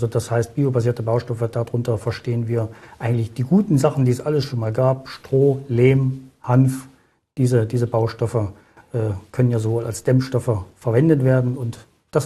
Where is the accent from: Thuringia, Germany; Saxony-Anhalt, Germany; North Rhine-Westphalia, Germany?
Saxony-Anhalt, Germany; Sangerhausen; born there; also born or lived in Allgäu, Bavaria; gebürtiger Sangerhäuser, der Abitur gemacht hat, danach dann eine klassische Ausbildung als Tischler oder Schreiner, muss man fast sagen, da ich meine Ausbildung komplett in Bayern, im Allgäu absolviert habe.